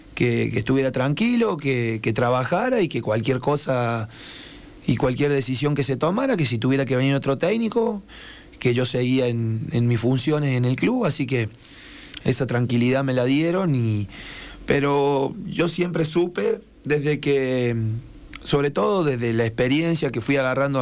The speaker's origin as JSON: {"language": "Spanish", "town": "Idiazábal", "region": "Córdoba", "country": "Argentina", "also_born_or_lived": "Buenos Aires", "said": "De Córdoba, que se llama Idiazábal. Y tiene 1.700 habitantes mi pueblo."}